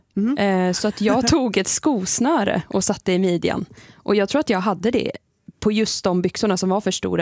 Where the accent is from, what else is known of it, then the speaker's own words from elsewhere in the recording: Enköping, Uppsala County, Sweden; Jag är ju född och uppväxt i Enköping.